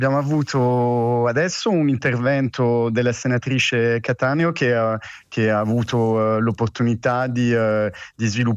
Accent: France; Italian is a second language; moved away as an adult; also born or lived in United Kingdom; now in Italy; io sono nato e cresciuto in Francia, ho fatto tutti gli studi in Francia

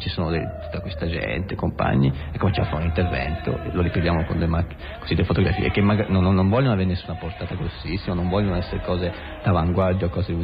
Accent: Tuscany, Italy; forse proprio perché siamo toscani

